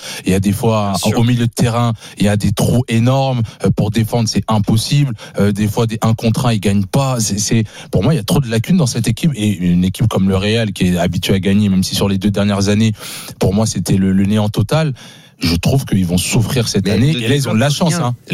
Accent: France; On est français.

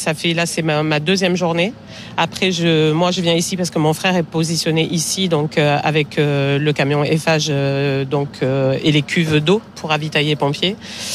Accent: Cabasse, Provence-Alpes-Côte d'Azur, France; Oui, moi je suis donc de Cabas, c'est un village plus au sud

